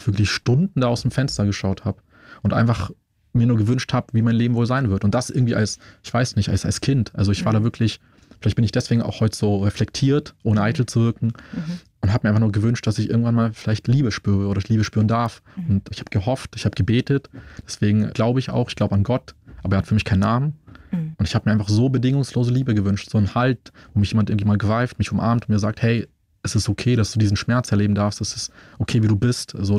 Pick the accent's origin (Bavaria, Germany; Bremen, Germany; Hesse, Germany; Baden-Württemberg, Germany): Bavaria, Germany; Munich; also ich bin in Schwabing aufgewachsen, die meisten meiner Mitschüler hatten irgendwie ein Einfamilienhaus.